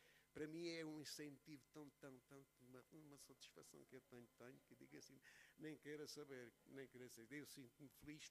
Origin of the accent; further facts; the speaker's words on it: Covilhã, Centro, Portugal; para aqui, para a Covilhã, eu sou da Covilhã